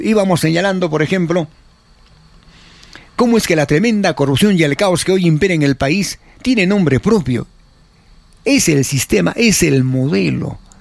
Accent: Peru

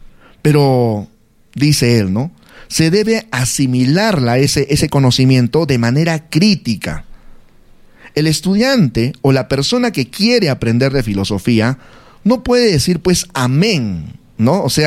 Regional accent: Arequipa, Peru; Y si somos arequipeños, desde acá Arequipa para el mundo.

